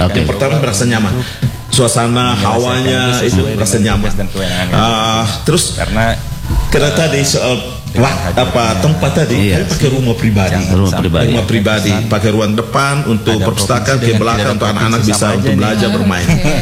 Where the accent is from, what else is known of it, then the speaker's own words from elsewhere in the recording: Wamena, Highland Papua, Indonesia; dulu saya masih lihat kami budaya kami orang Wamena itu di ujung rotan itu